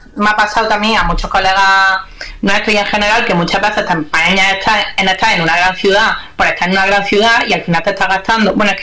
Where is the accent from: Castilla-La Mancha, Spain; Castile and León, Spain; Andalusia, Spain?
Andalusia, Spain; accent: Andalusian; más quiero que se me note mi acento porque más quiero que se note que soy Andalucía, ¿sabes? Y que el acento andaluz puede estar en cosas importantes.